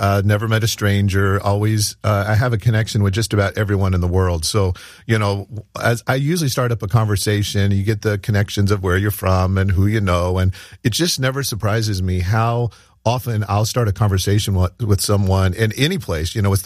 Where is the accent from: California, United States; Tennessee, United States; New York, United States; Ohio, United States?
Ohio, United States; Dayton; also born or lived in Key West, Florida; we moved from Key West, Florida, where he was stationed, all the way up to Dayton, Ohio, where my grandparents had retired.